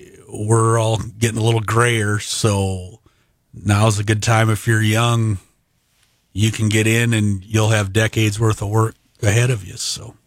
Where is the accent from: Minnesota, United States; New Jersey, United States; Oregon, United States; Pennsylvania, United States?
Minnesota, United States; now in Sioux Falls, United States; I grew up in Southwest Minnesota, but close to Sioux Falls, came to Sioux Falls quite a bit